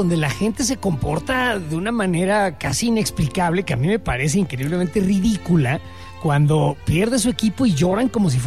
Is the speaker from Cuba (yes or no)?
no; Mexico; Somos mexicanos